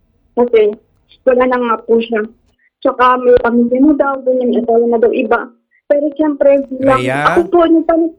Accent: Calabarzon, Philippines; ng Rizal.

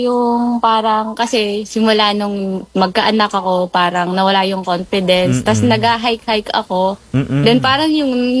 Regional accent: Tanay, Rizal, Philippines; Dito po sa amin sa Tanay Rizal, pinagmamalaki po namin dito sa pinakang barangay ko po, Mount Daraitan, plus Tinipak River.

